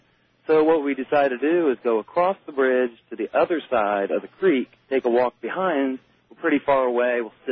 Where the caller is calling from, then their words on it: Canal Winchester, Ohio, United States; I'm from Canal Winchester, Ohio.